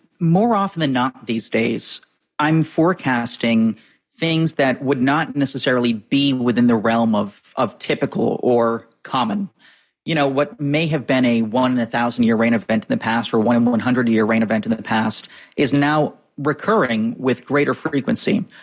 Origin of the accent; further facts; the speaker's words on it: New England, United States; moved away as an adult; now in Washington, D.C., United States; when I grew up in New England, so I just turned 29 the other day, I grew up in New England